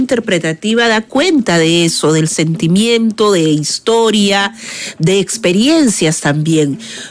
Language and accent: Spanish; Peru